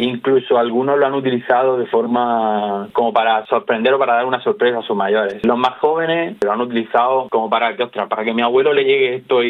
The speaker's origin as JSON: {"language": "Spanish", "town": "Lorca", "region": "Region of Murcia", "country": "Spain", "said": "me fui a mi pueblo"}